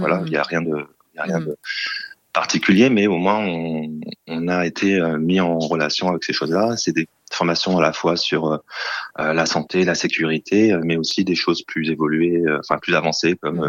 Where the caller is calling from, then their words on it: Ontario, Canada; Moi, j'habite au Canada, je suis en Ontario